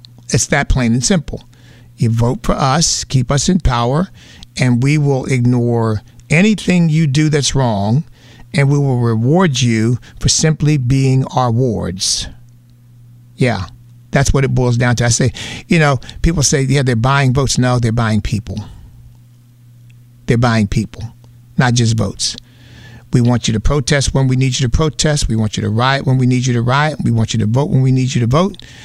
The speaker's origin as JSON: {"language": "English", "country": "United States", "said": "because, in large measure, because I'm an American, of course, in part because I made up my mind at a fairly young age that I was going to take advantage of the opportunities this country provided for me"}